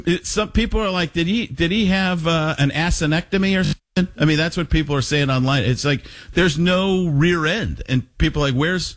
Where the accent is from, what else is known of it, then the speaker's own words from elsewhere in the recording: Waukesha, Wisconsin, United States; He's from Burlington, just a couple of cities over from me where I grew up in Waukesha.